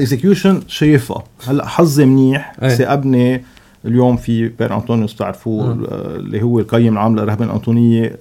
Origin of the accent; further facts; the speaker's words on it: Lebanon; نحن كلبنانية